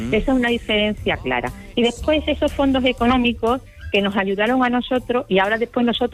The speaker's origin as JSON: {"language": "Spanish", "town": "Punta Umbría", "region": "Andalusia", "country": "Spain", "moved": "yes", "lives_now": "Germany", "said": "Desde Punta Umbría en Huelva hasta donde vivo en Alemania"}